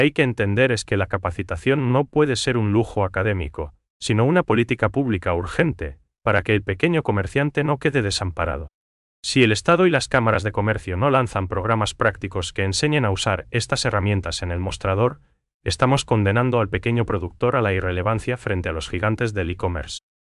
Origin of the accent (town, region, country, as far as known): Paraguay